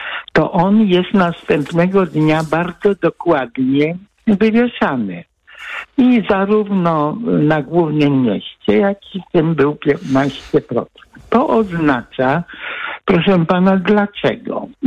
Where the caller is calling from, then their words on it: Gdańsk, Pomeranian Voivodeship, Poland; ja mieszkam w Boliwie, a pracuję na głównym mieście